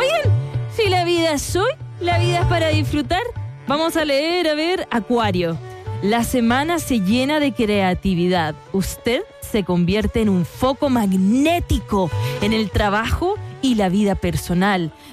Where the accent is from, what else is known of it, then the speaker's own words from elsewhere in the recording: San Rosendo, Biobío, Chile; Sí, yo vengo de San Rosendo a vivir a la ciudad.